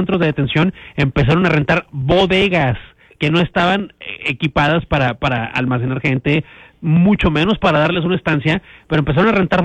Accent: Mexico; now in United States; yo como mexicano, me da gusto que México está haciendo punta de lanza

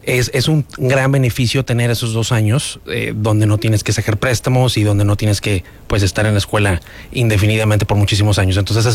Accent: Bryan, Texas, United States; born there; llegué aquí a la comunidad desde muy joven. Tuve la oportunidad de estudiar aquí en Bryan Collegiate.

